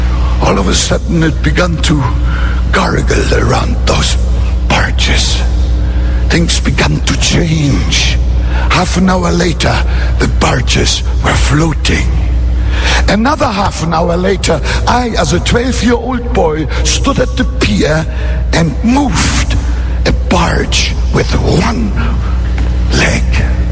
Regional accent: Northern Germany, Germany; English is a second language; moved away; I grew up in North Germany as a small boy in post-war Germany. Right there, very close to the North Sea. Tidal area.

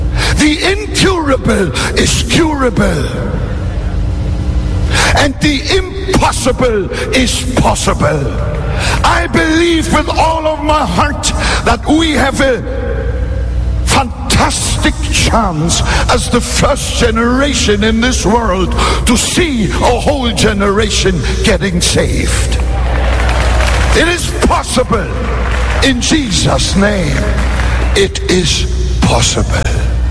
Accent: Northern Germany, Germany; English is a second language; moved away; I grew up in North Germany as a small boy in post-war Germany. Right there, very close to the North Sea. Tidal area.

